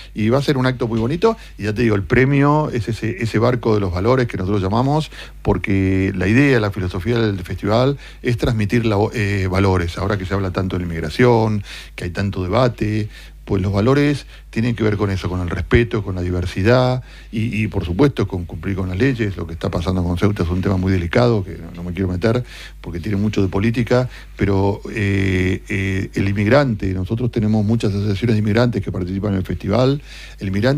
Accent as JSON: {"language": "Spanish", "country": "Argentina", "moved": "yes", "lives_now": "Spain", "said": "yo que vengo de un país como Argentina, que han salido grandes boxeadores"}